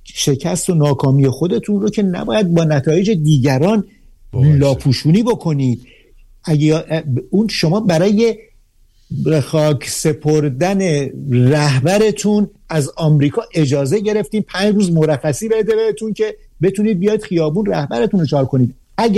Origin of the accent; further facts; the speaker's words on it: Ahvaz, Khuzestan, Iran; born there; تو اهواز بودیم ما اون موقع، من نوجوان بودم،